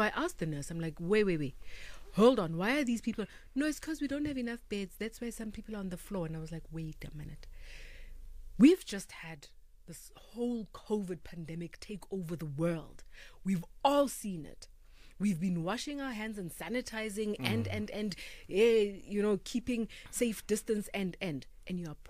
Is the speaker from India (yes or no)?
no; South Africa; I'm talking as just a South African citizen